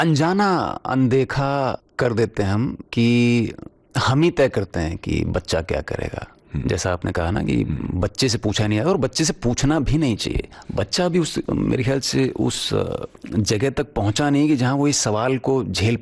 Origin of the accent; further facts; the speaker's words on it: Delhi, India; मैं दिल्ली में पैदा हुआ, पला बड़ा वहीं पे।